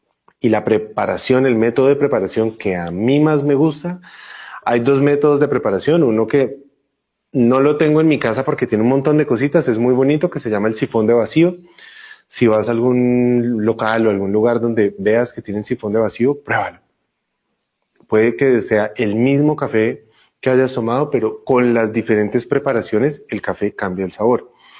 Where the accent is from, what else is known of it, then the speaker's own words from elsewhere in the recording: Colombia; como yo soy colombiano